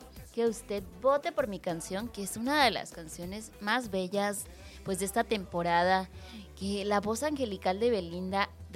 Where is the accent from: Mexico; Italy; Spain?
Mexico; Si usted se siente así como yo, mexicano